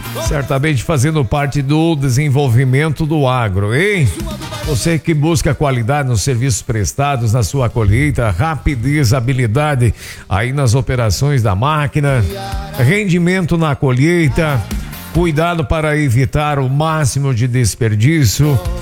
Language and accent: Portuguese; Rio Grande do Sul, Brazil; E nós somos gaúcho, tchê.